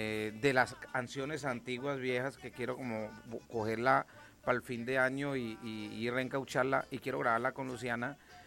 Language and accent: Spanish; Tello, Huila, Colombia; soy del departamento del Huila, de San Andrés Tello Gigante.